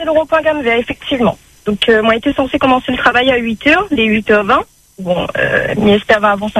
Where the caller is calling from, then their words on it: Saint-Louis, Réunion; La rivière Saint-Louis.